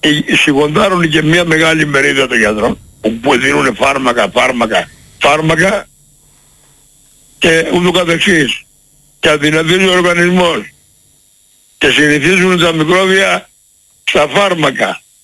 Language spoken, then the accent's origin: Greek; Corfu, Ionian Islands, Greece; Εγώ είμαι γέννημα Θερμακυρέως, πονάω τον τόπο.